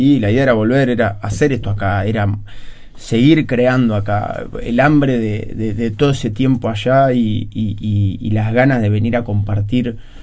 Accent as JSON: {"language": "Spanish", "country": "Uruguay", "said": "algo que nos pasa a los uruguayos"}